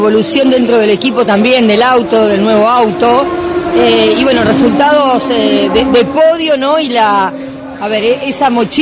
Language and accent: Spanish; Santa Fe, Argentina; somos todos de Santa Fe